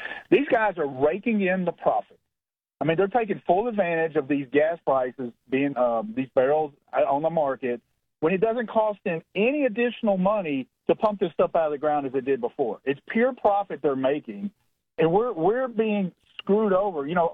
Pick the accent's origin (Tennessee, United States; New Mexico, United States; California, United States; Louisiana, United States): Tennessee, United States; I'm from East Tennessee.